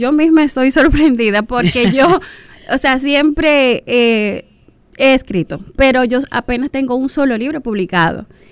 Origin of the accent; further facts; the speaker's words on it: Dominican Republic; como nosotros como dominicanos podemos llevar, o sea, nuestra escritura, nuestra poesía, nuestra narrativa a otros países